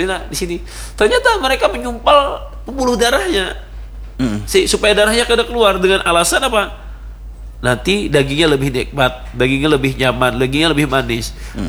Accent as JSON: {"language": "Indonesian", "region": "South Kalimantan", "country": "Indonesia", "said": "karena kita orang Banjar ini banyak memakai ilmu tapaul"}